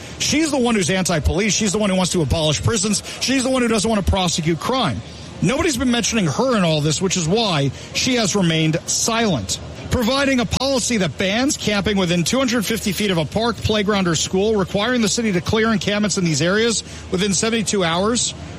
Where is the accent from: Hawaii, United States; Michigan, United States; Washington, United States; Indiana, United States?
Washington, United States; Seattle; You're from Jersey. Yep. I'm from Seattle. Yep.